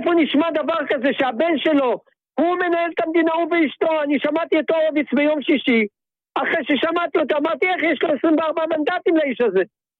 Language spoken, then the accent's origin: Hebrew; Tel Aviv, Tel Aviv District, Israel; אני גדלתי בשכונת התקווה, אני מכיר אותם.